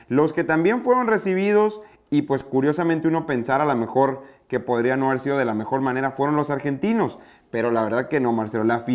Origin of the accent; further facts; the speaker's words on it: Mexico; lo que nos toca como mexicanos